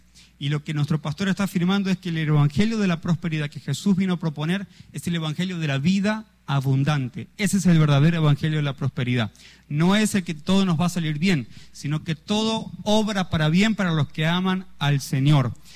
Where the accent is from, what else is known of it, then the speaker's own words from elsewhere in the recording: Colombia; como país, como colombianos.